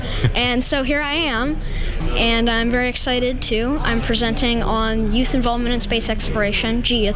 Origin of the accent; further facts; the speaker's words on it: Vancouver, British Columbia, Canada; I'm from Vancouver, BC, Canada, and I am 13 years old as of 24 hours ago.